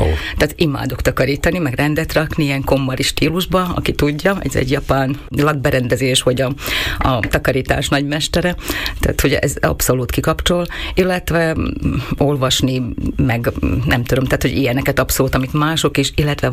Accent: Krásnohorské Podhradie, Košice Region, Slovakia; also born or lived in Várhosszúrét (Kunova Teplica); Ugye hegyek, erdő között nőttem föl, és a gyerekkorom Krasznokán, illetve nagymamámmal Várhosszúréten töltöttük

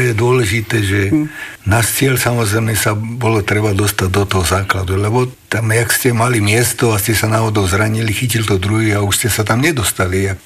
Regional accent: Topoľčany, Nitra Region, Slovakia; ja osobne pochádzam z Topolčian

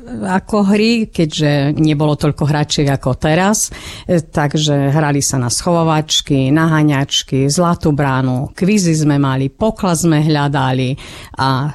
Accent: Zemplín, Slovakia; ako u nás na Zemplíne hovoríme, až do škomiatka.

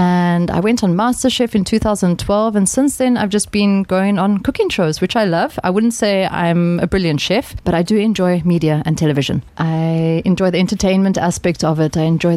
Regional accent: South Africa; now in Slovakia; I'm a South African who is living in Slovakia. I've been here now for 14 years.

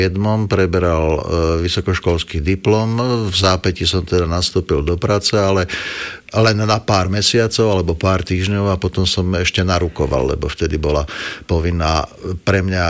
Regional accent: Košice, Košice Region, Slovakia; also born or lived in Bratislava; pretože naozaj odkedy už moji rodičia nežijú a teda svojím spôsobom nemám veľmi za kým chodiť dozvolená, tak som Košičan jednoducho.

